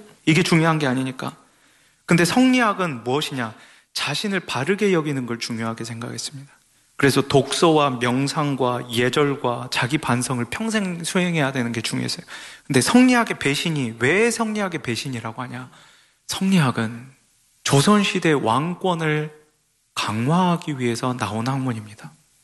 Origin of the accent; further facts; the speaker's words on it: South Korea; 우린 대한민국 사람이니까